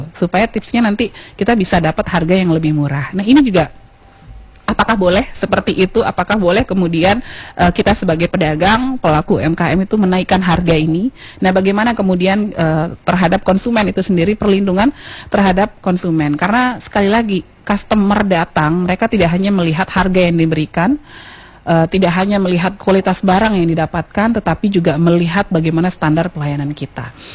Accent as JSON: {"language": "Indonesian", "town": "Lombok", "region": "West Nusa Tenggara", "country": "Indonesia", "said": "komentar ini bukan komentar dari saya warga Lombok"}